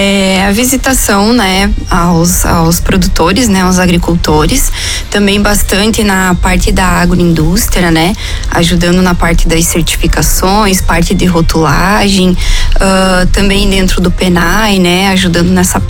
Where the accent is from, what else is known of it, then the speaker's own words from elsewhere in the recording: Videira, Santa Catarina, Brazil; Obrigada. Vim de Videira.